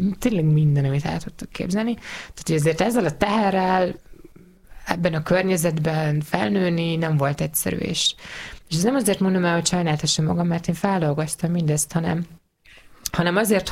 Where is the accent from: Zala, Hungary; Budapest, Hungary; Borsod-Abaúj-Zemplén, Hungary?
Borsod-Abaúj-Zemplén, Hungary; én egy icipici faluból származom, Borsod megyéből, egy 800 fős kis faluból.